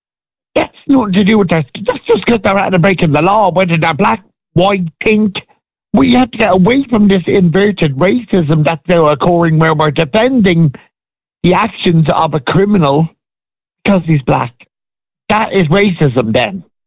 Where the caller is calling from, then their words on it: Ireland; I come from Michael's estate.